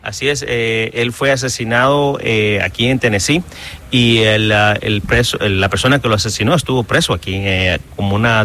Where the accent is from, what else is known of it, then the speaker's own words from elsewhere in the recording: Honduras; also born or lived in New Jersey, United States; now in Chattanooga, United States; nosotros cuando llegamos de Honduras, llegamos a Nueva Jersey, que está ahí al lado de Nueva York, y después decidimos mudarnos para acá por la economía